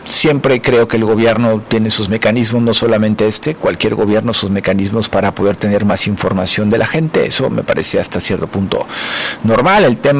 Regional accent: Mexico; soy un mexicano

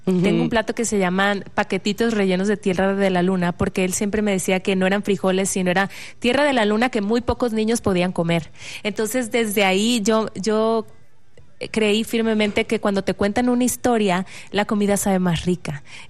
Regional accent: Comalcalco, Tabasco, Mexico; now in Mexico City, Mexico; Siempre la cocina tabasqueña es inspiración, es mi raíz, es donde yo crecí, donde yo comí todos los primeros años de mi vida

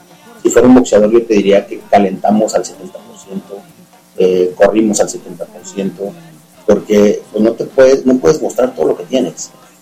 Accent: San Luis Potosí, Mexico; Pero no quiere decir que no sea de aquí, de San Luis Potosí. Yo amo mi tierra, yo amo a mis hijos

